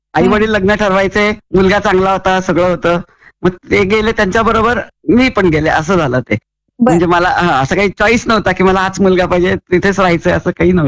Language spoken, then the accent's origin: Marathi; Mumbai, Maharashtra, India; moved away as an adult; also born or lived in Dubai; now in Nashik, India; मी मूळची मुंबईची आहे.